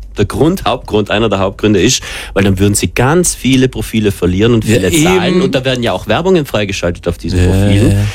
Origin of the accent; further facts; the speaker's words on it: Trentino-Alto Adige, Italy; now in Vienna, Austria; Ja, ja. Logisch, ja.